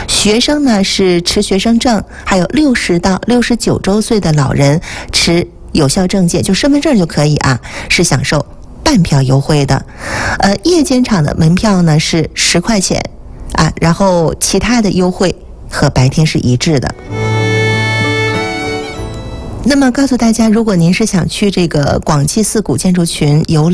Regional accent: Jinzhou, Liaoning, China; 以一个土生土长的锦州人的角度啊

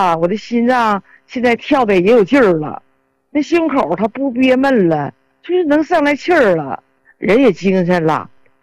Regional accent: Shenyang, Liaoning, China; 我是沈阳的。

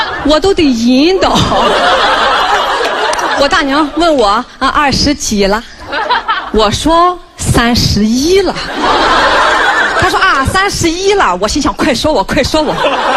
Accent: Shandong, China; born or raised there; moved away

